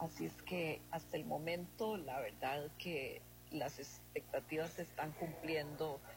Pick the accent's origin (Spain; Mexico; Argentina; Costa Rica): Costa Rica; yo soy de Costa Rica